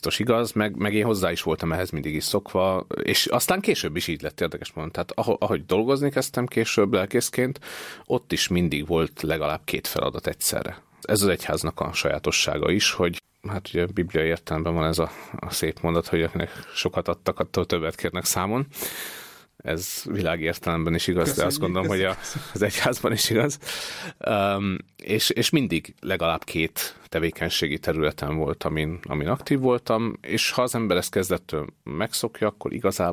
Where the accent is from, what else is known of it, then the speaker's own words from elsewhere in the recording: Sopron, Győr-Moson-Sopron, Hungary; moved away as an adult; a szülővárosomba kerültem iskolalelkésznek, és egy Sopron melletti településre, Harkára kerültem lelkésznek